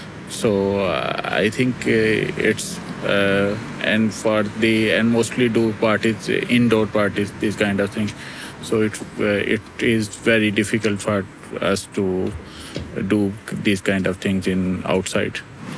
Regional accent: Pakistan; English is a second language; moved away as an adult; now in Brussels, Belgium; So I have shifted in the Brussels recently. I am from Pakistan. Pakistan weather is very hot.

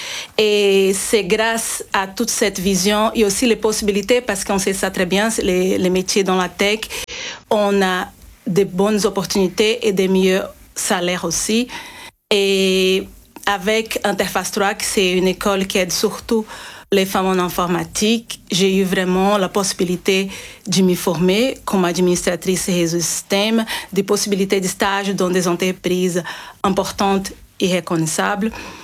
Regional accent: Brazil; French is a second language; moved away as an adult; now in Belgium; je suis originaire du Brésil. Et je suis en Belgique depuis un petit peu de temps.

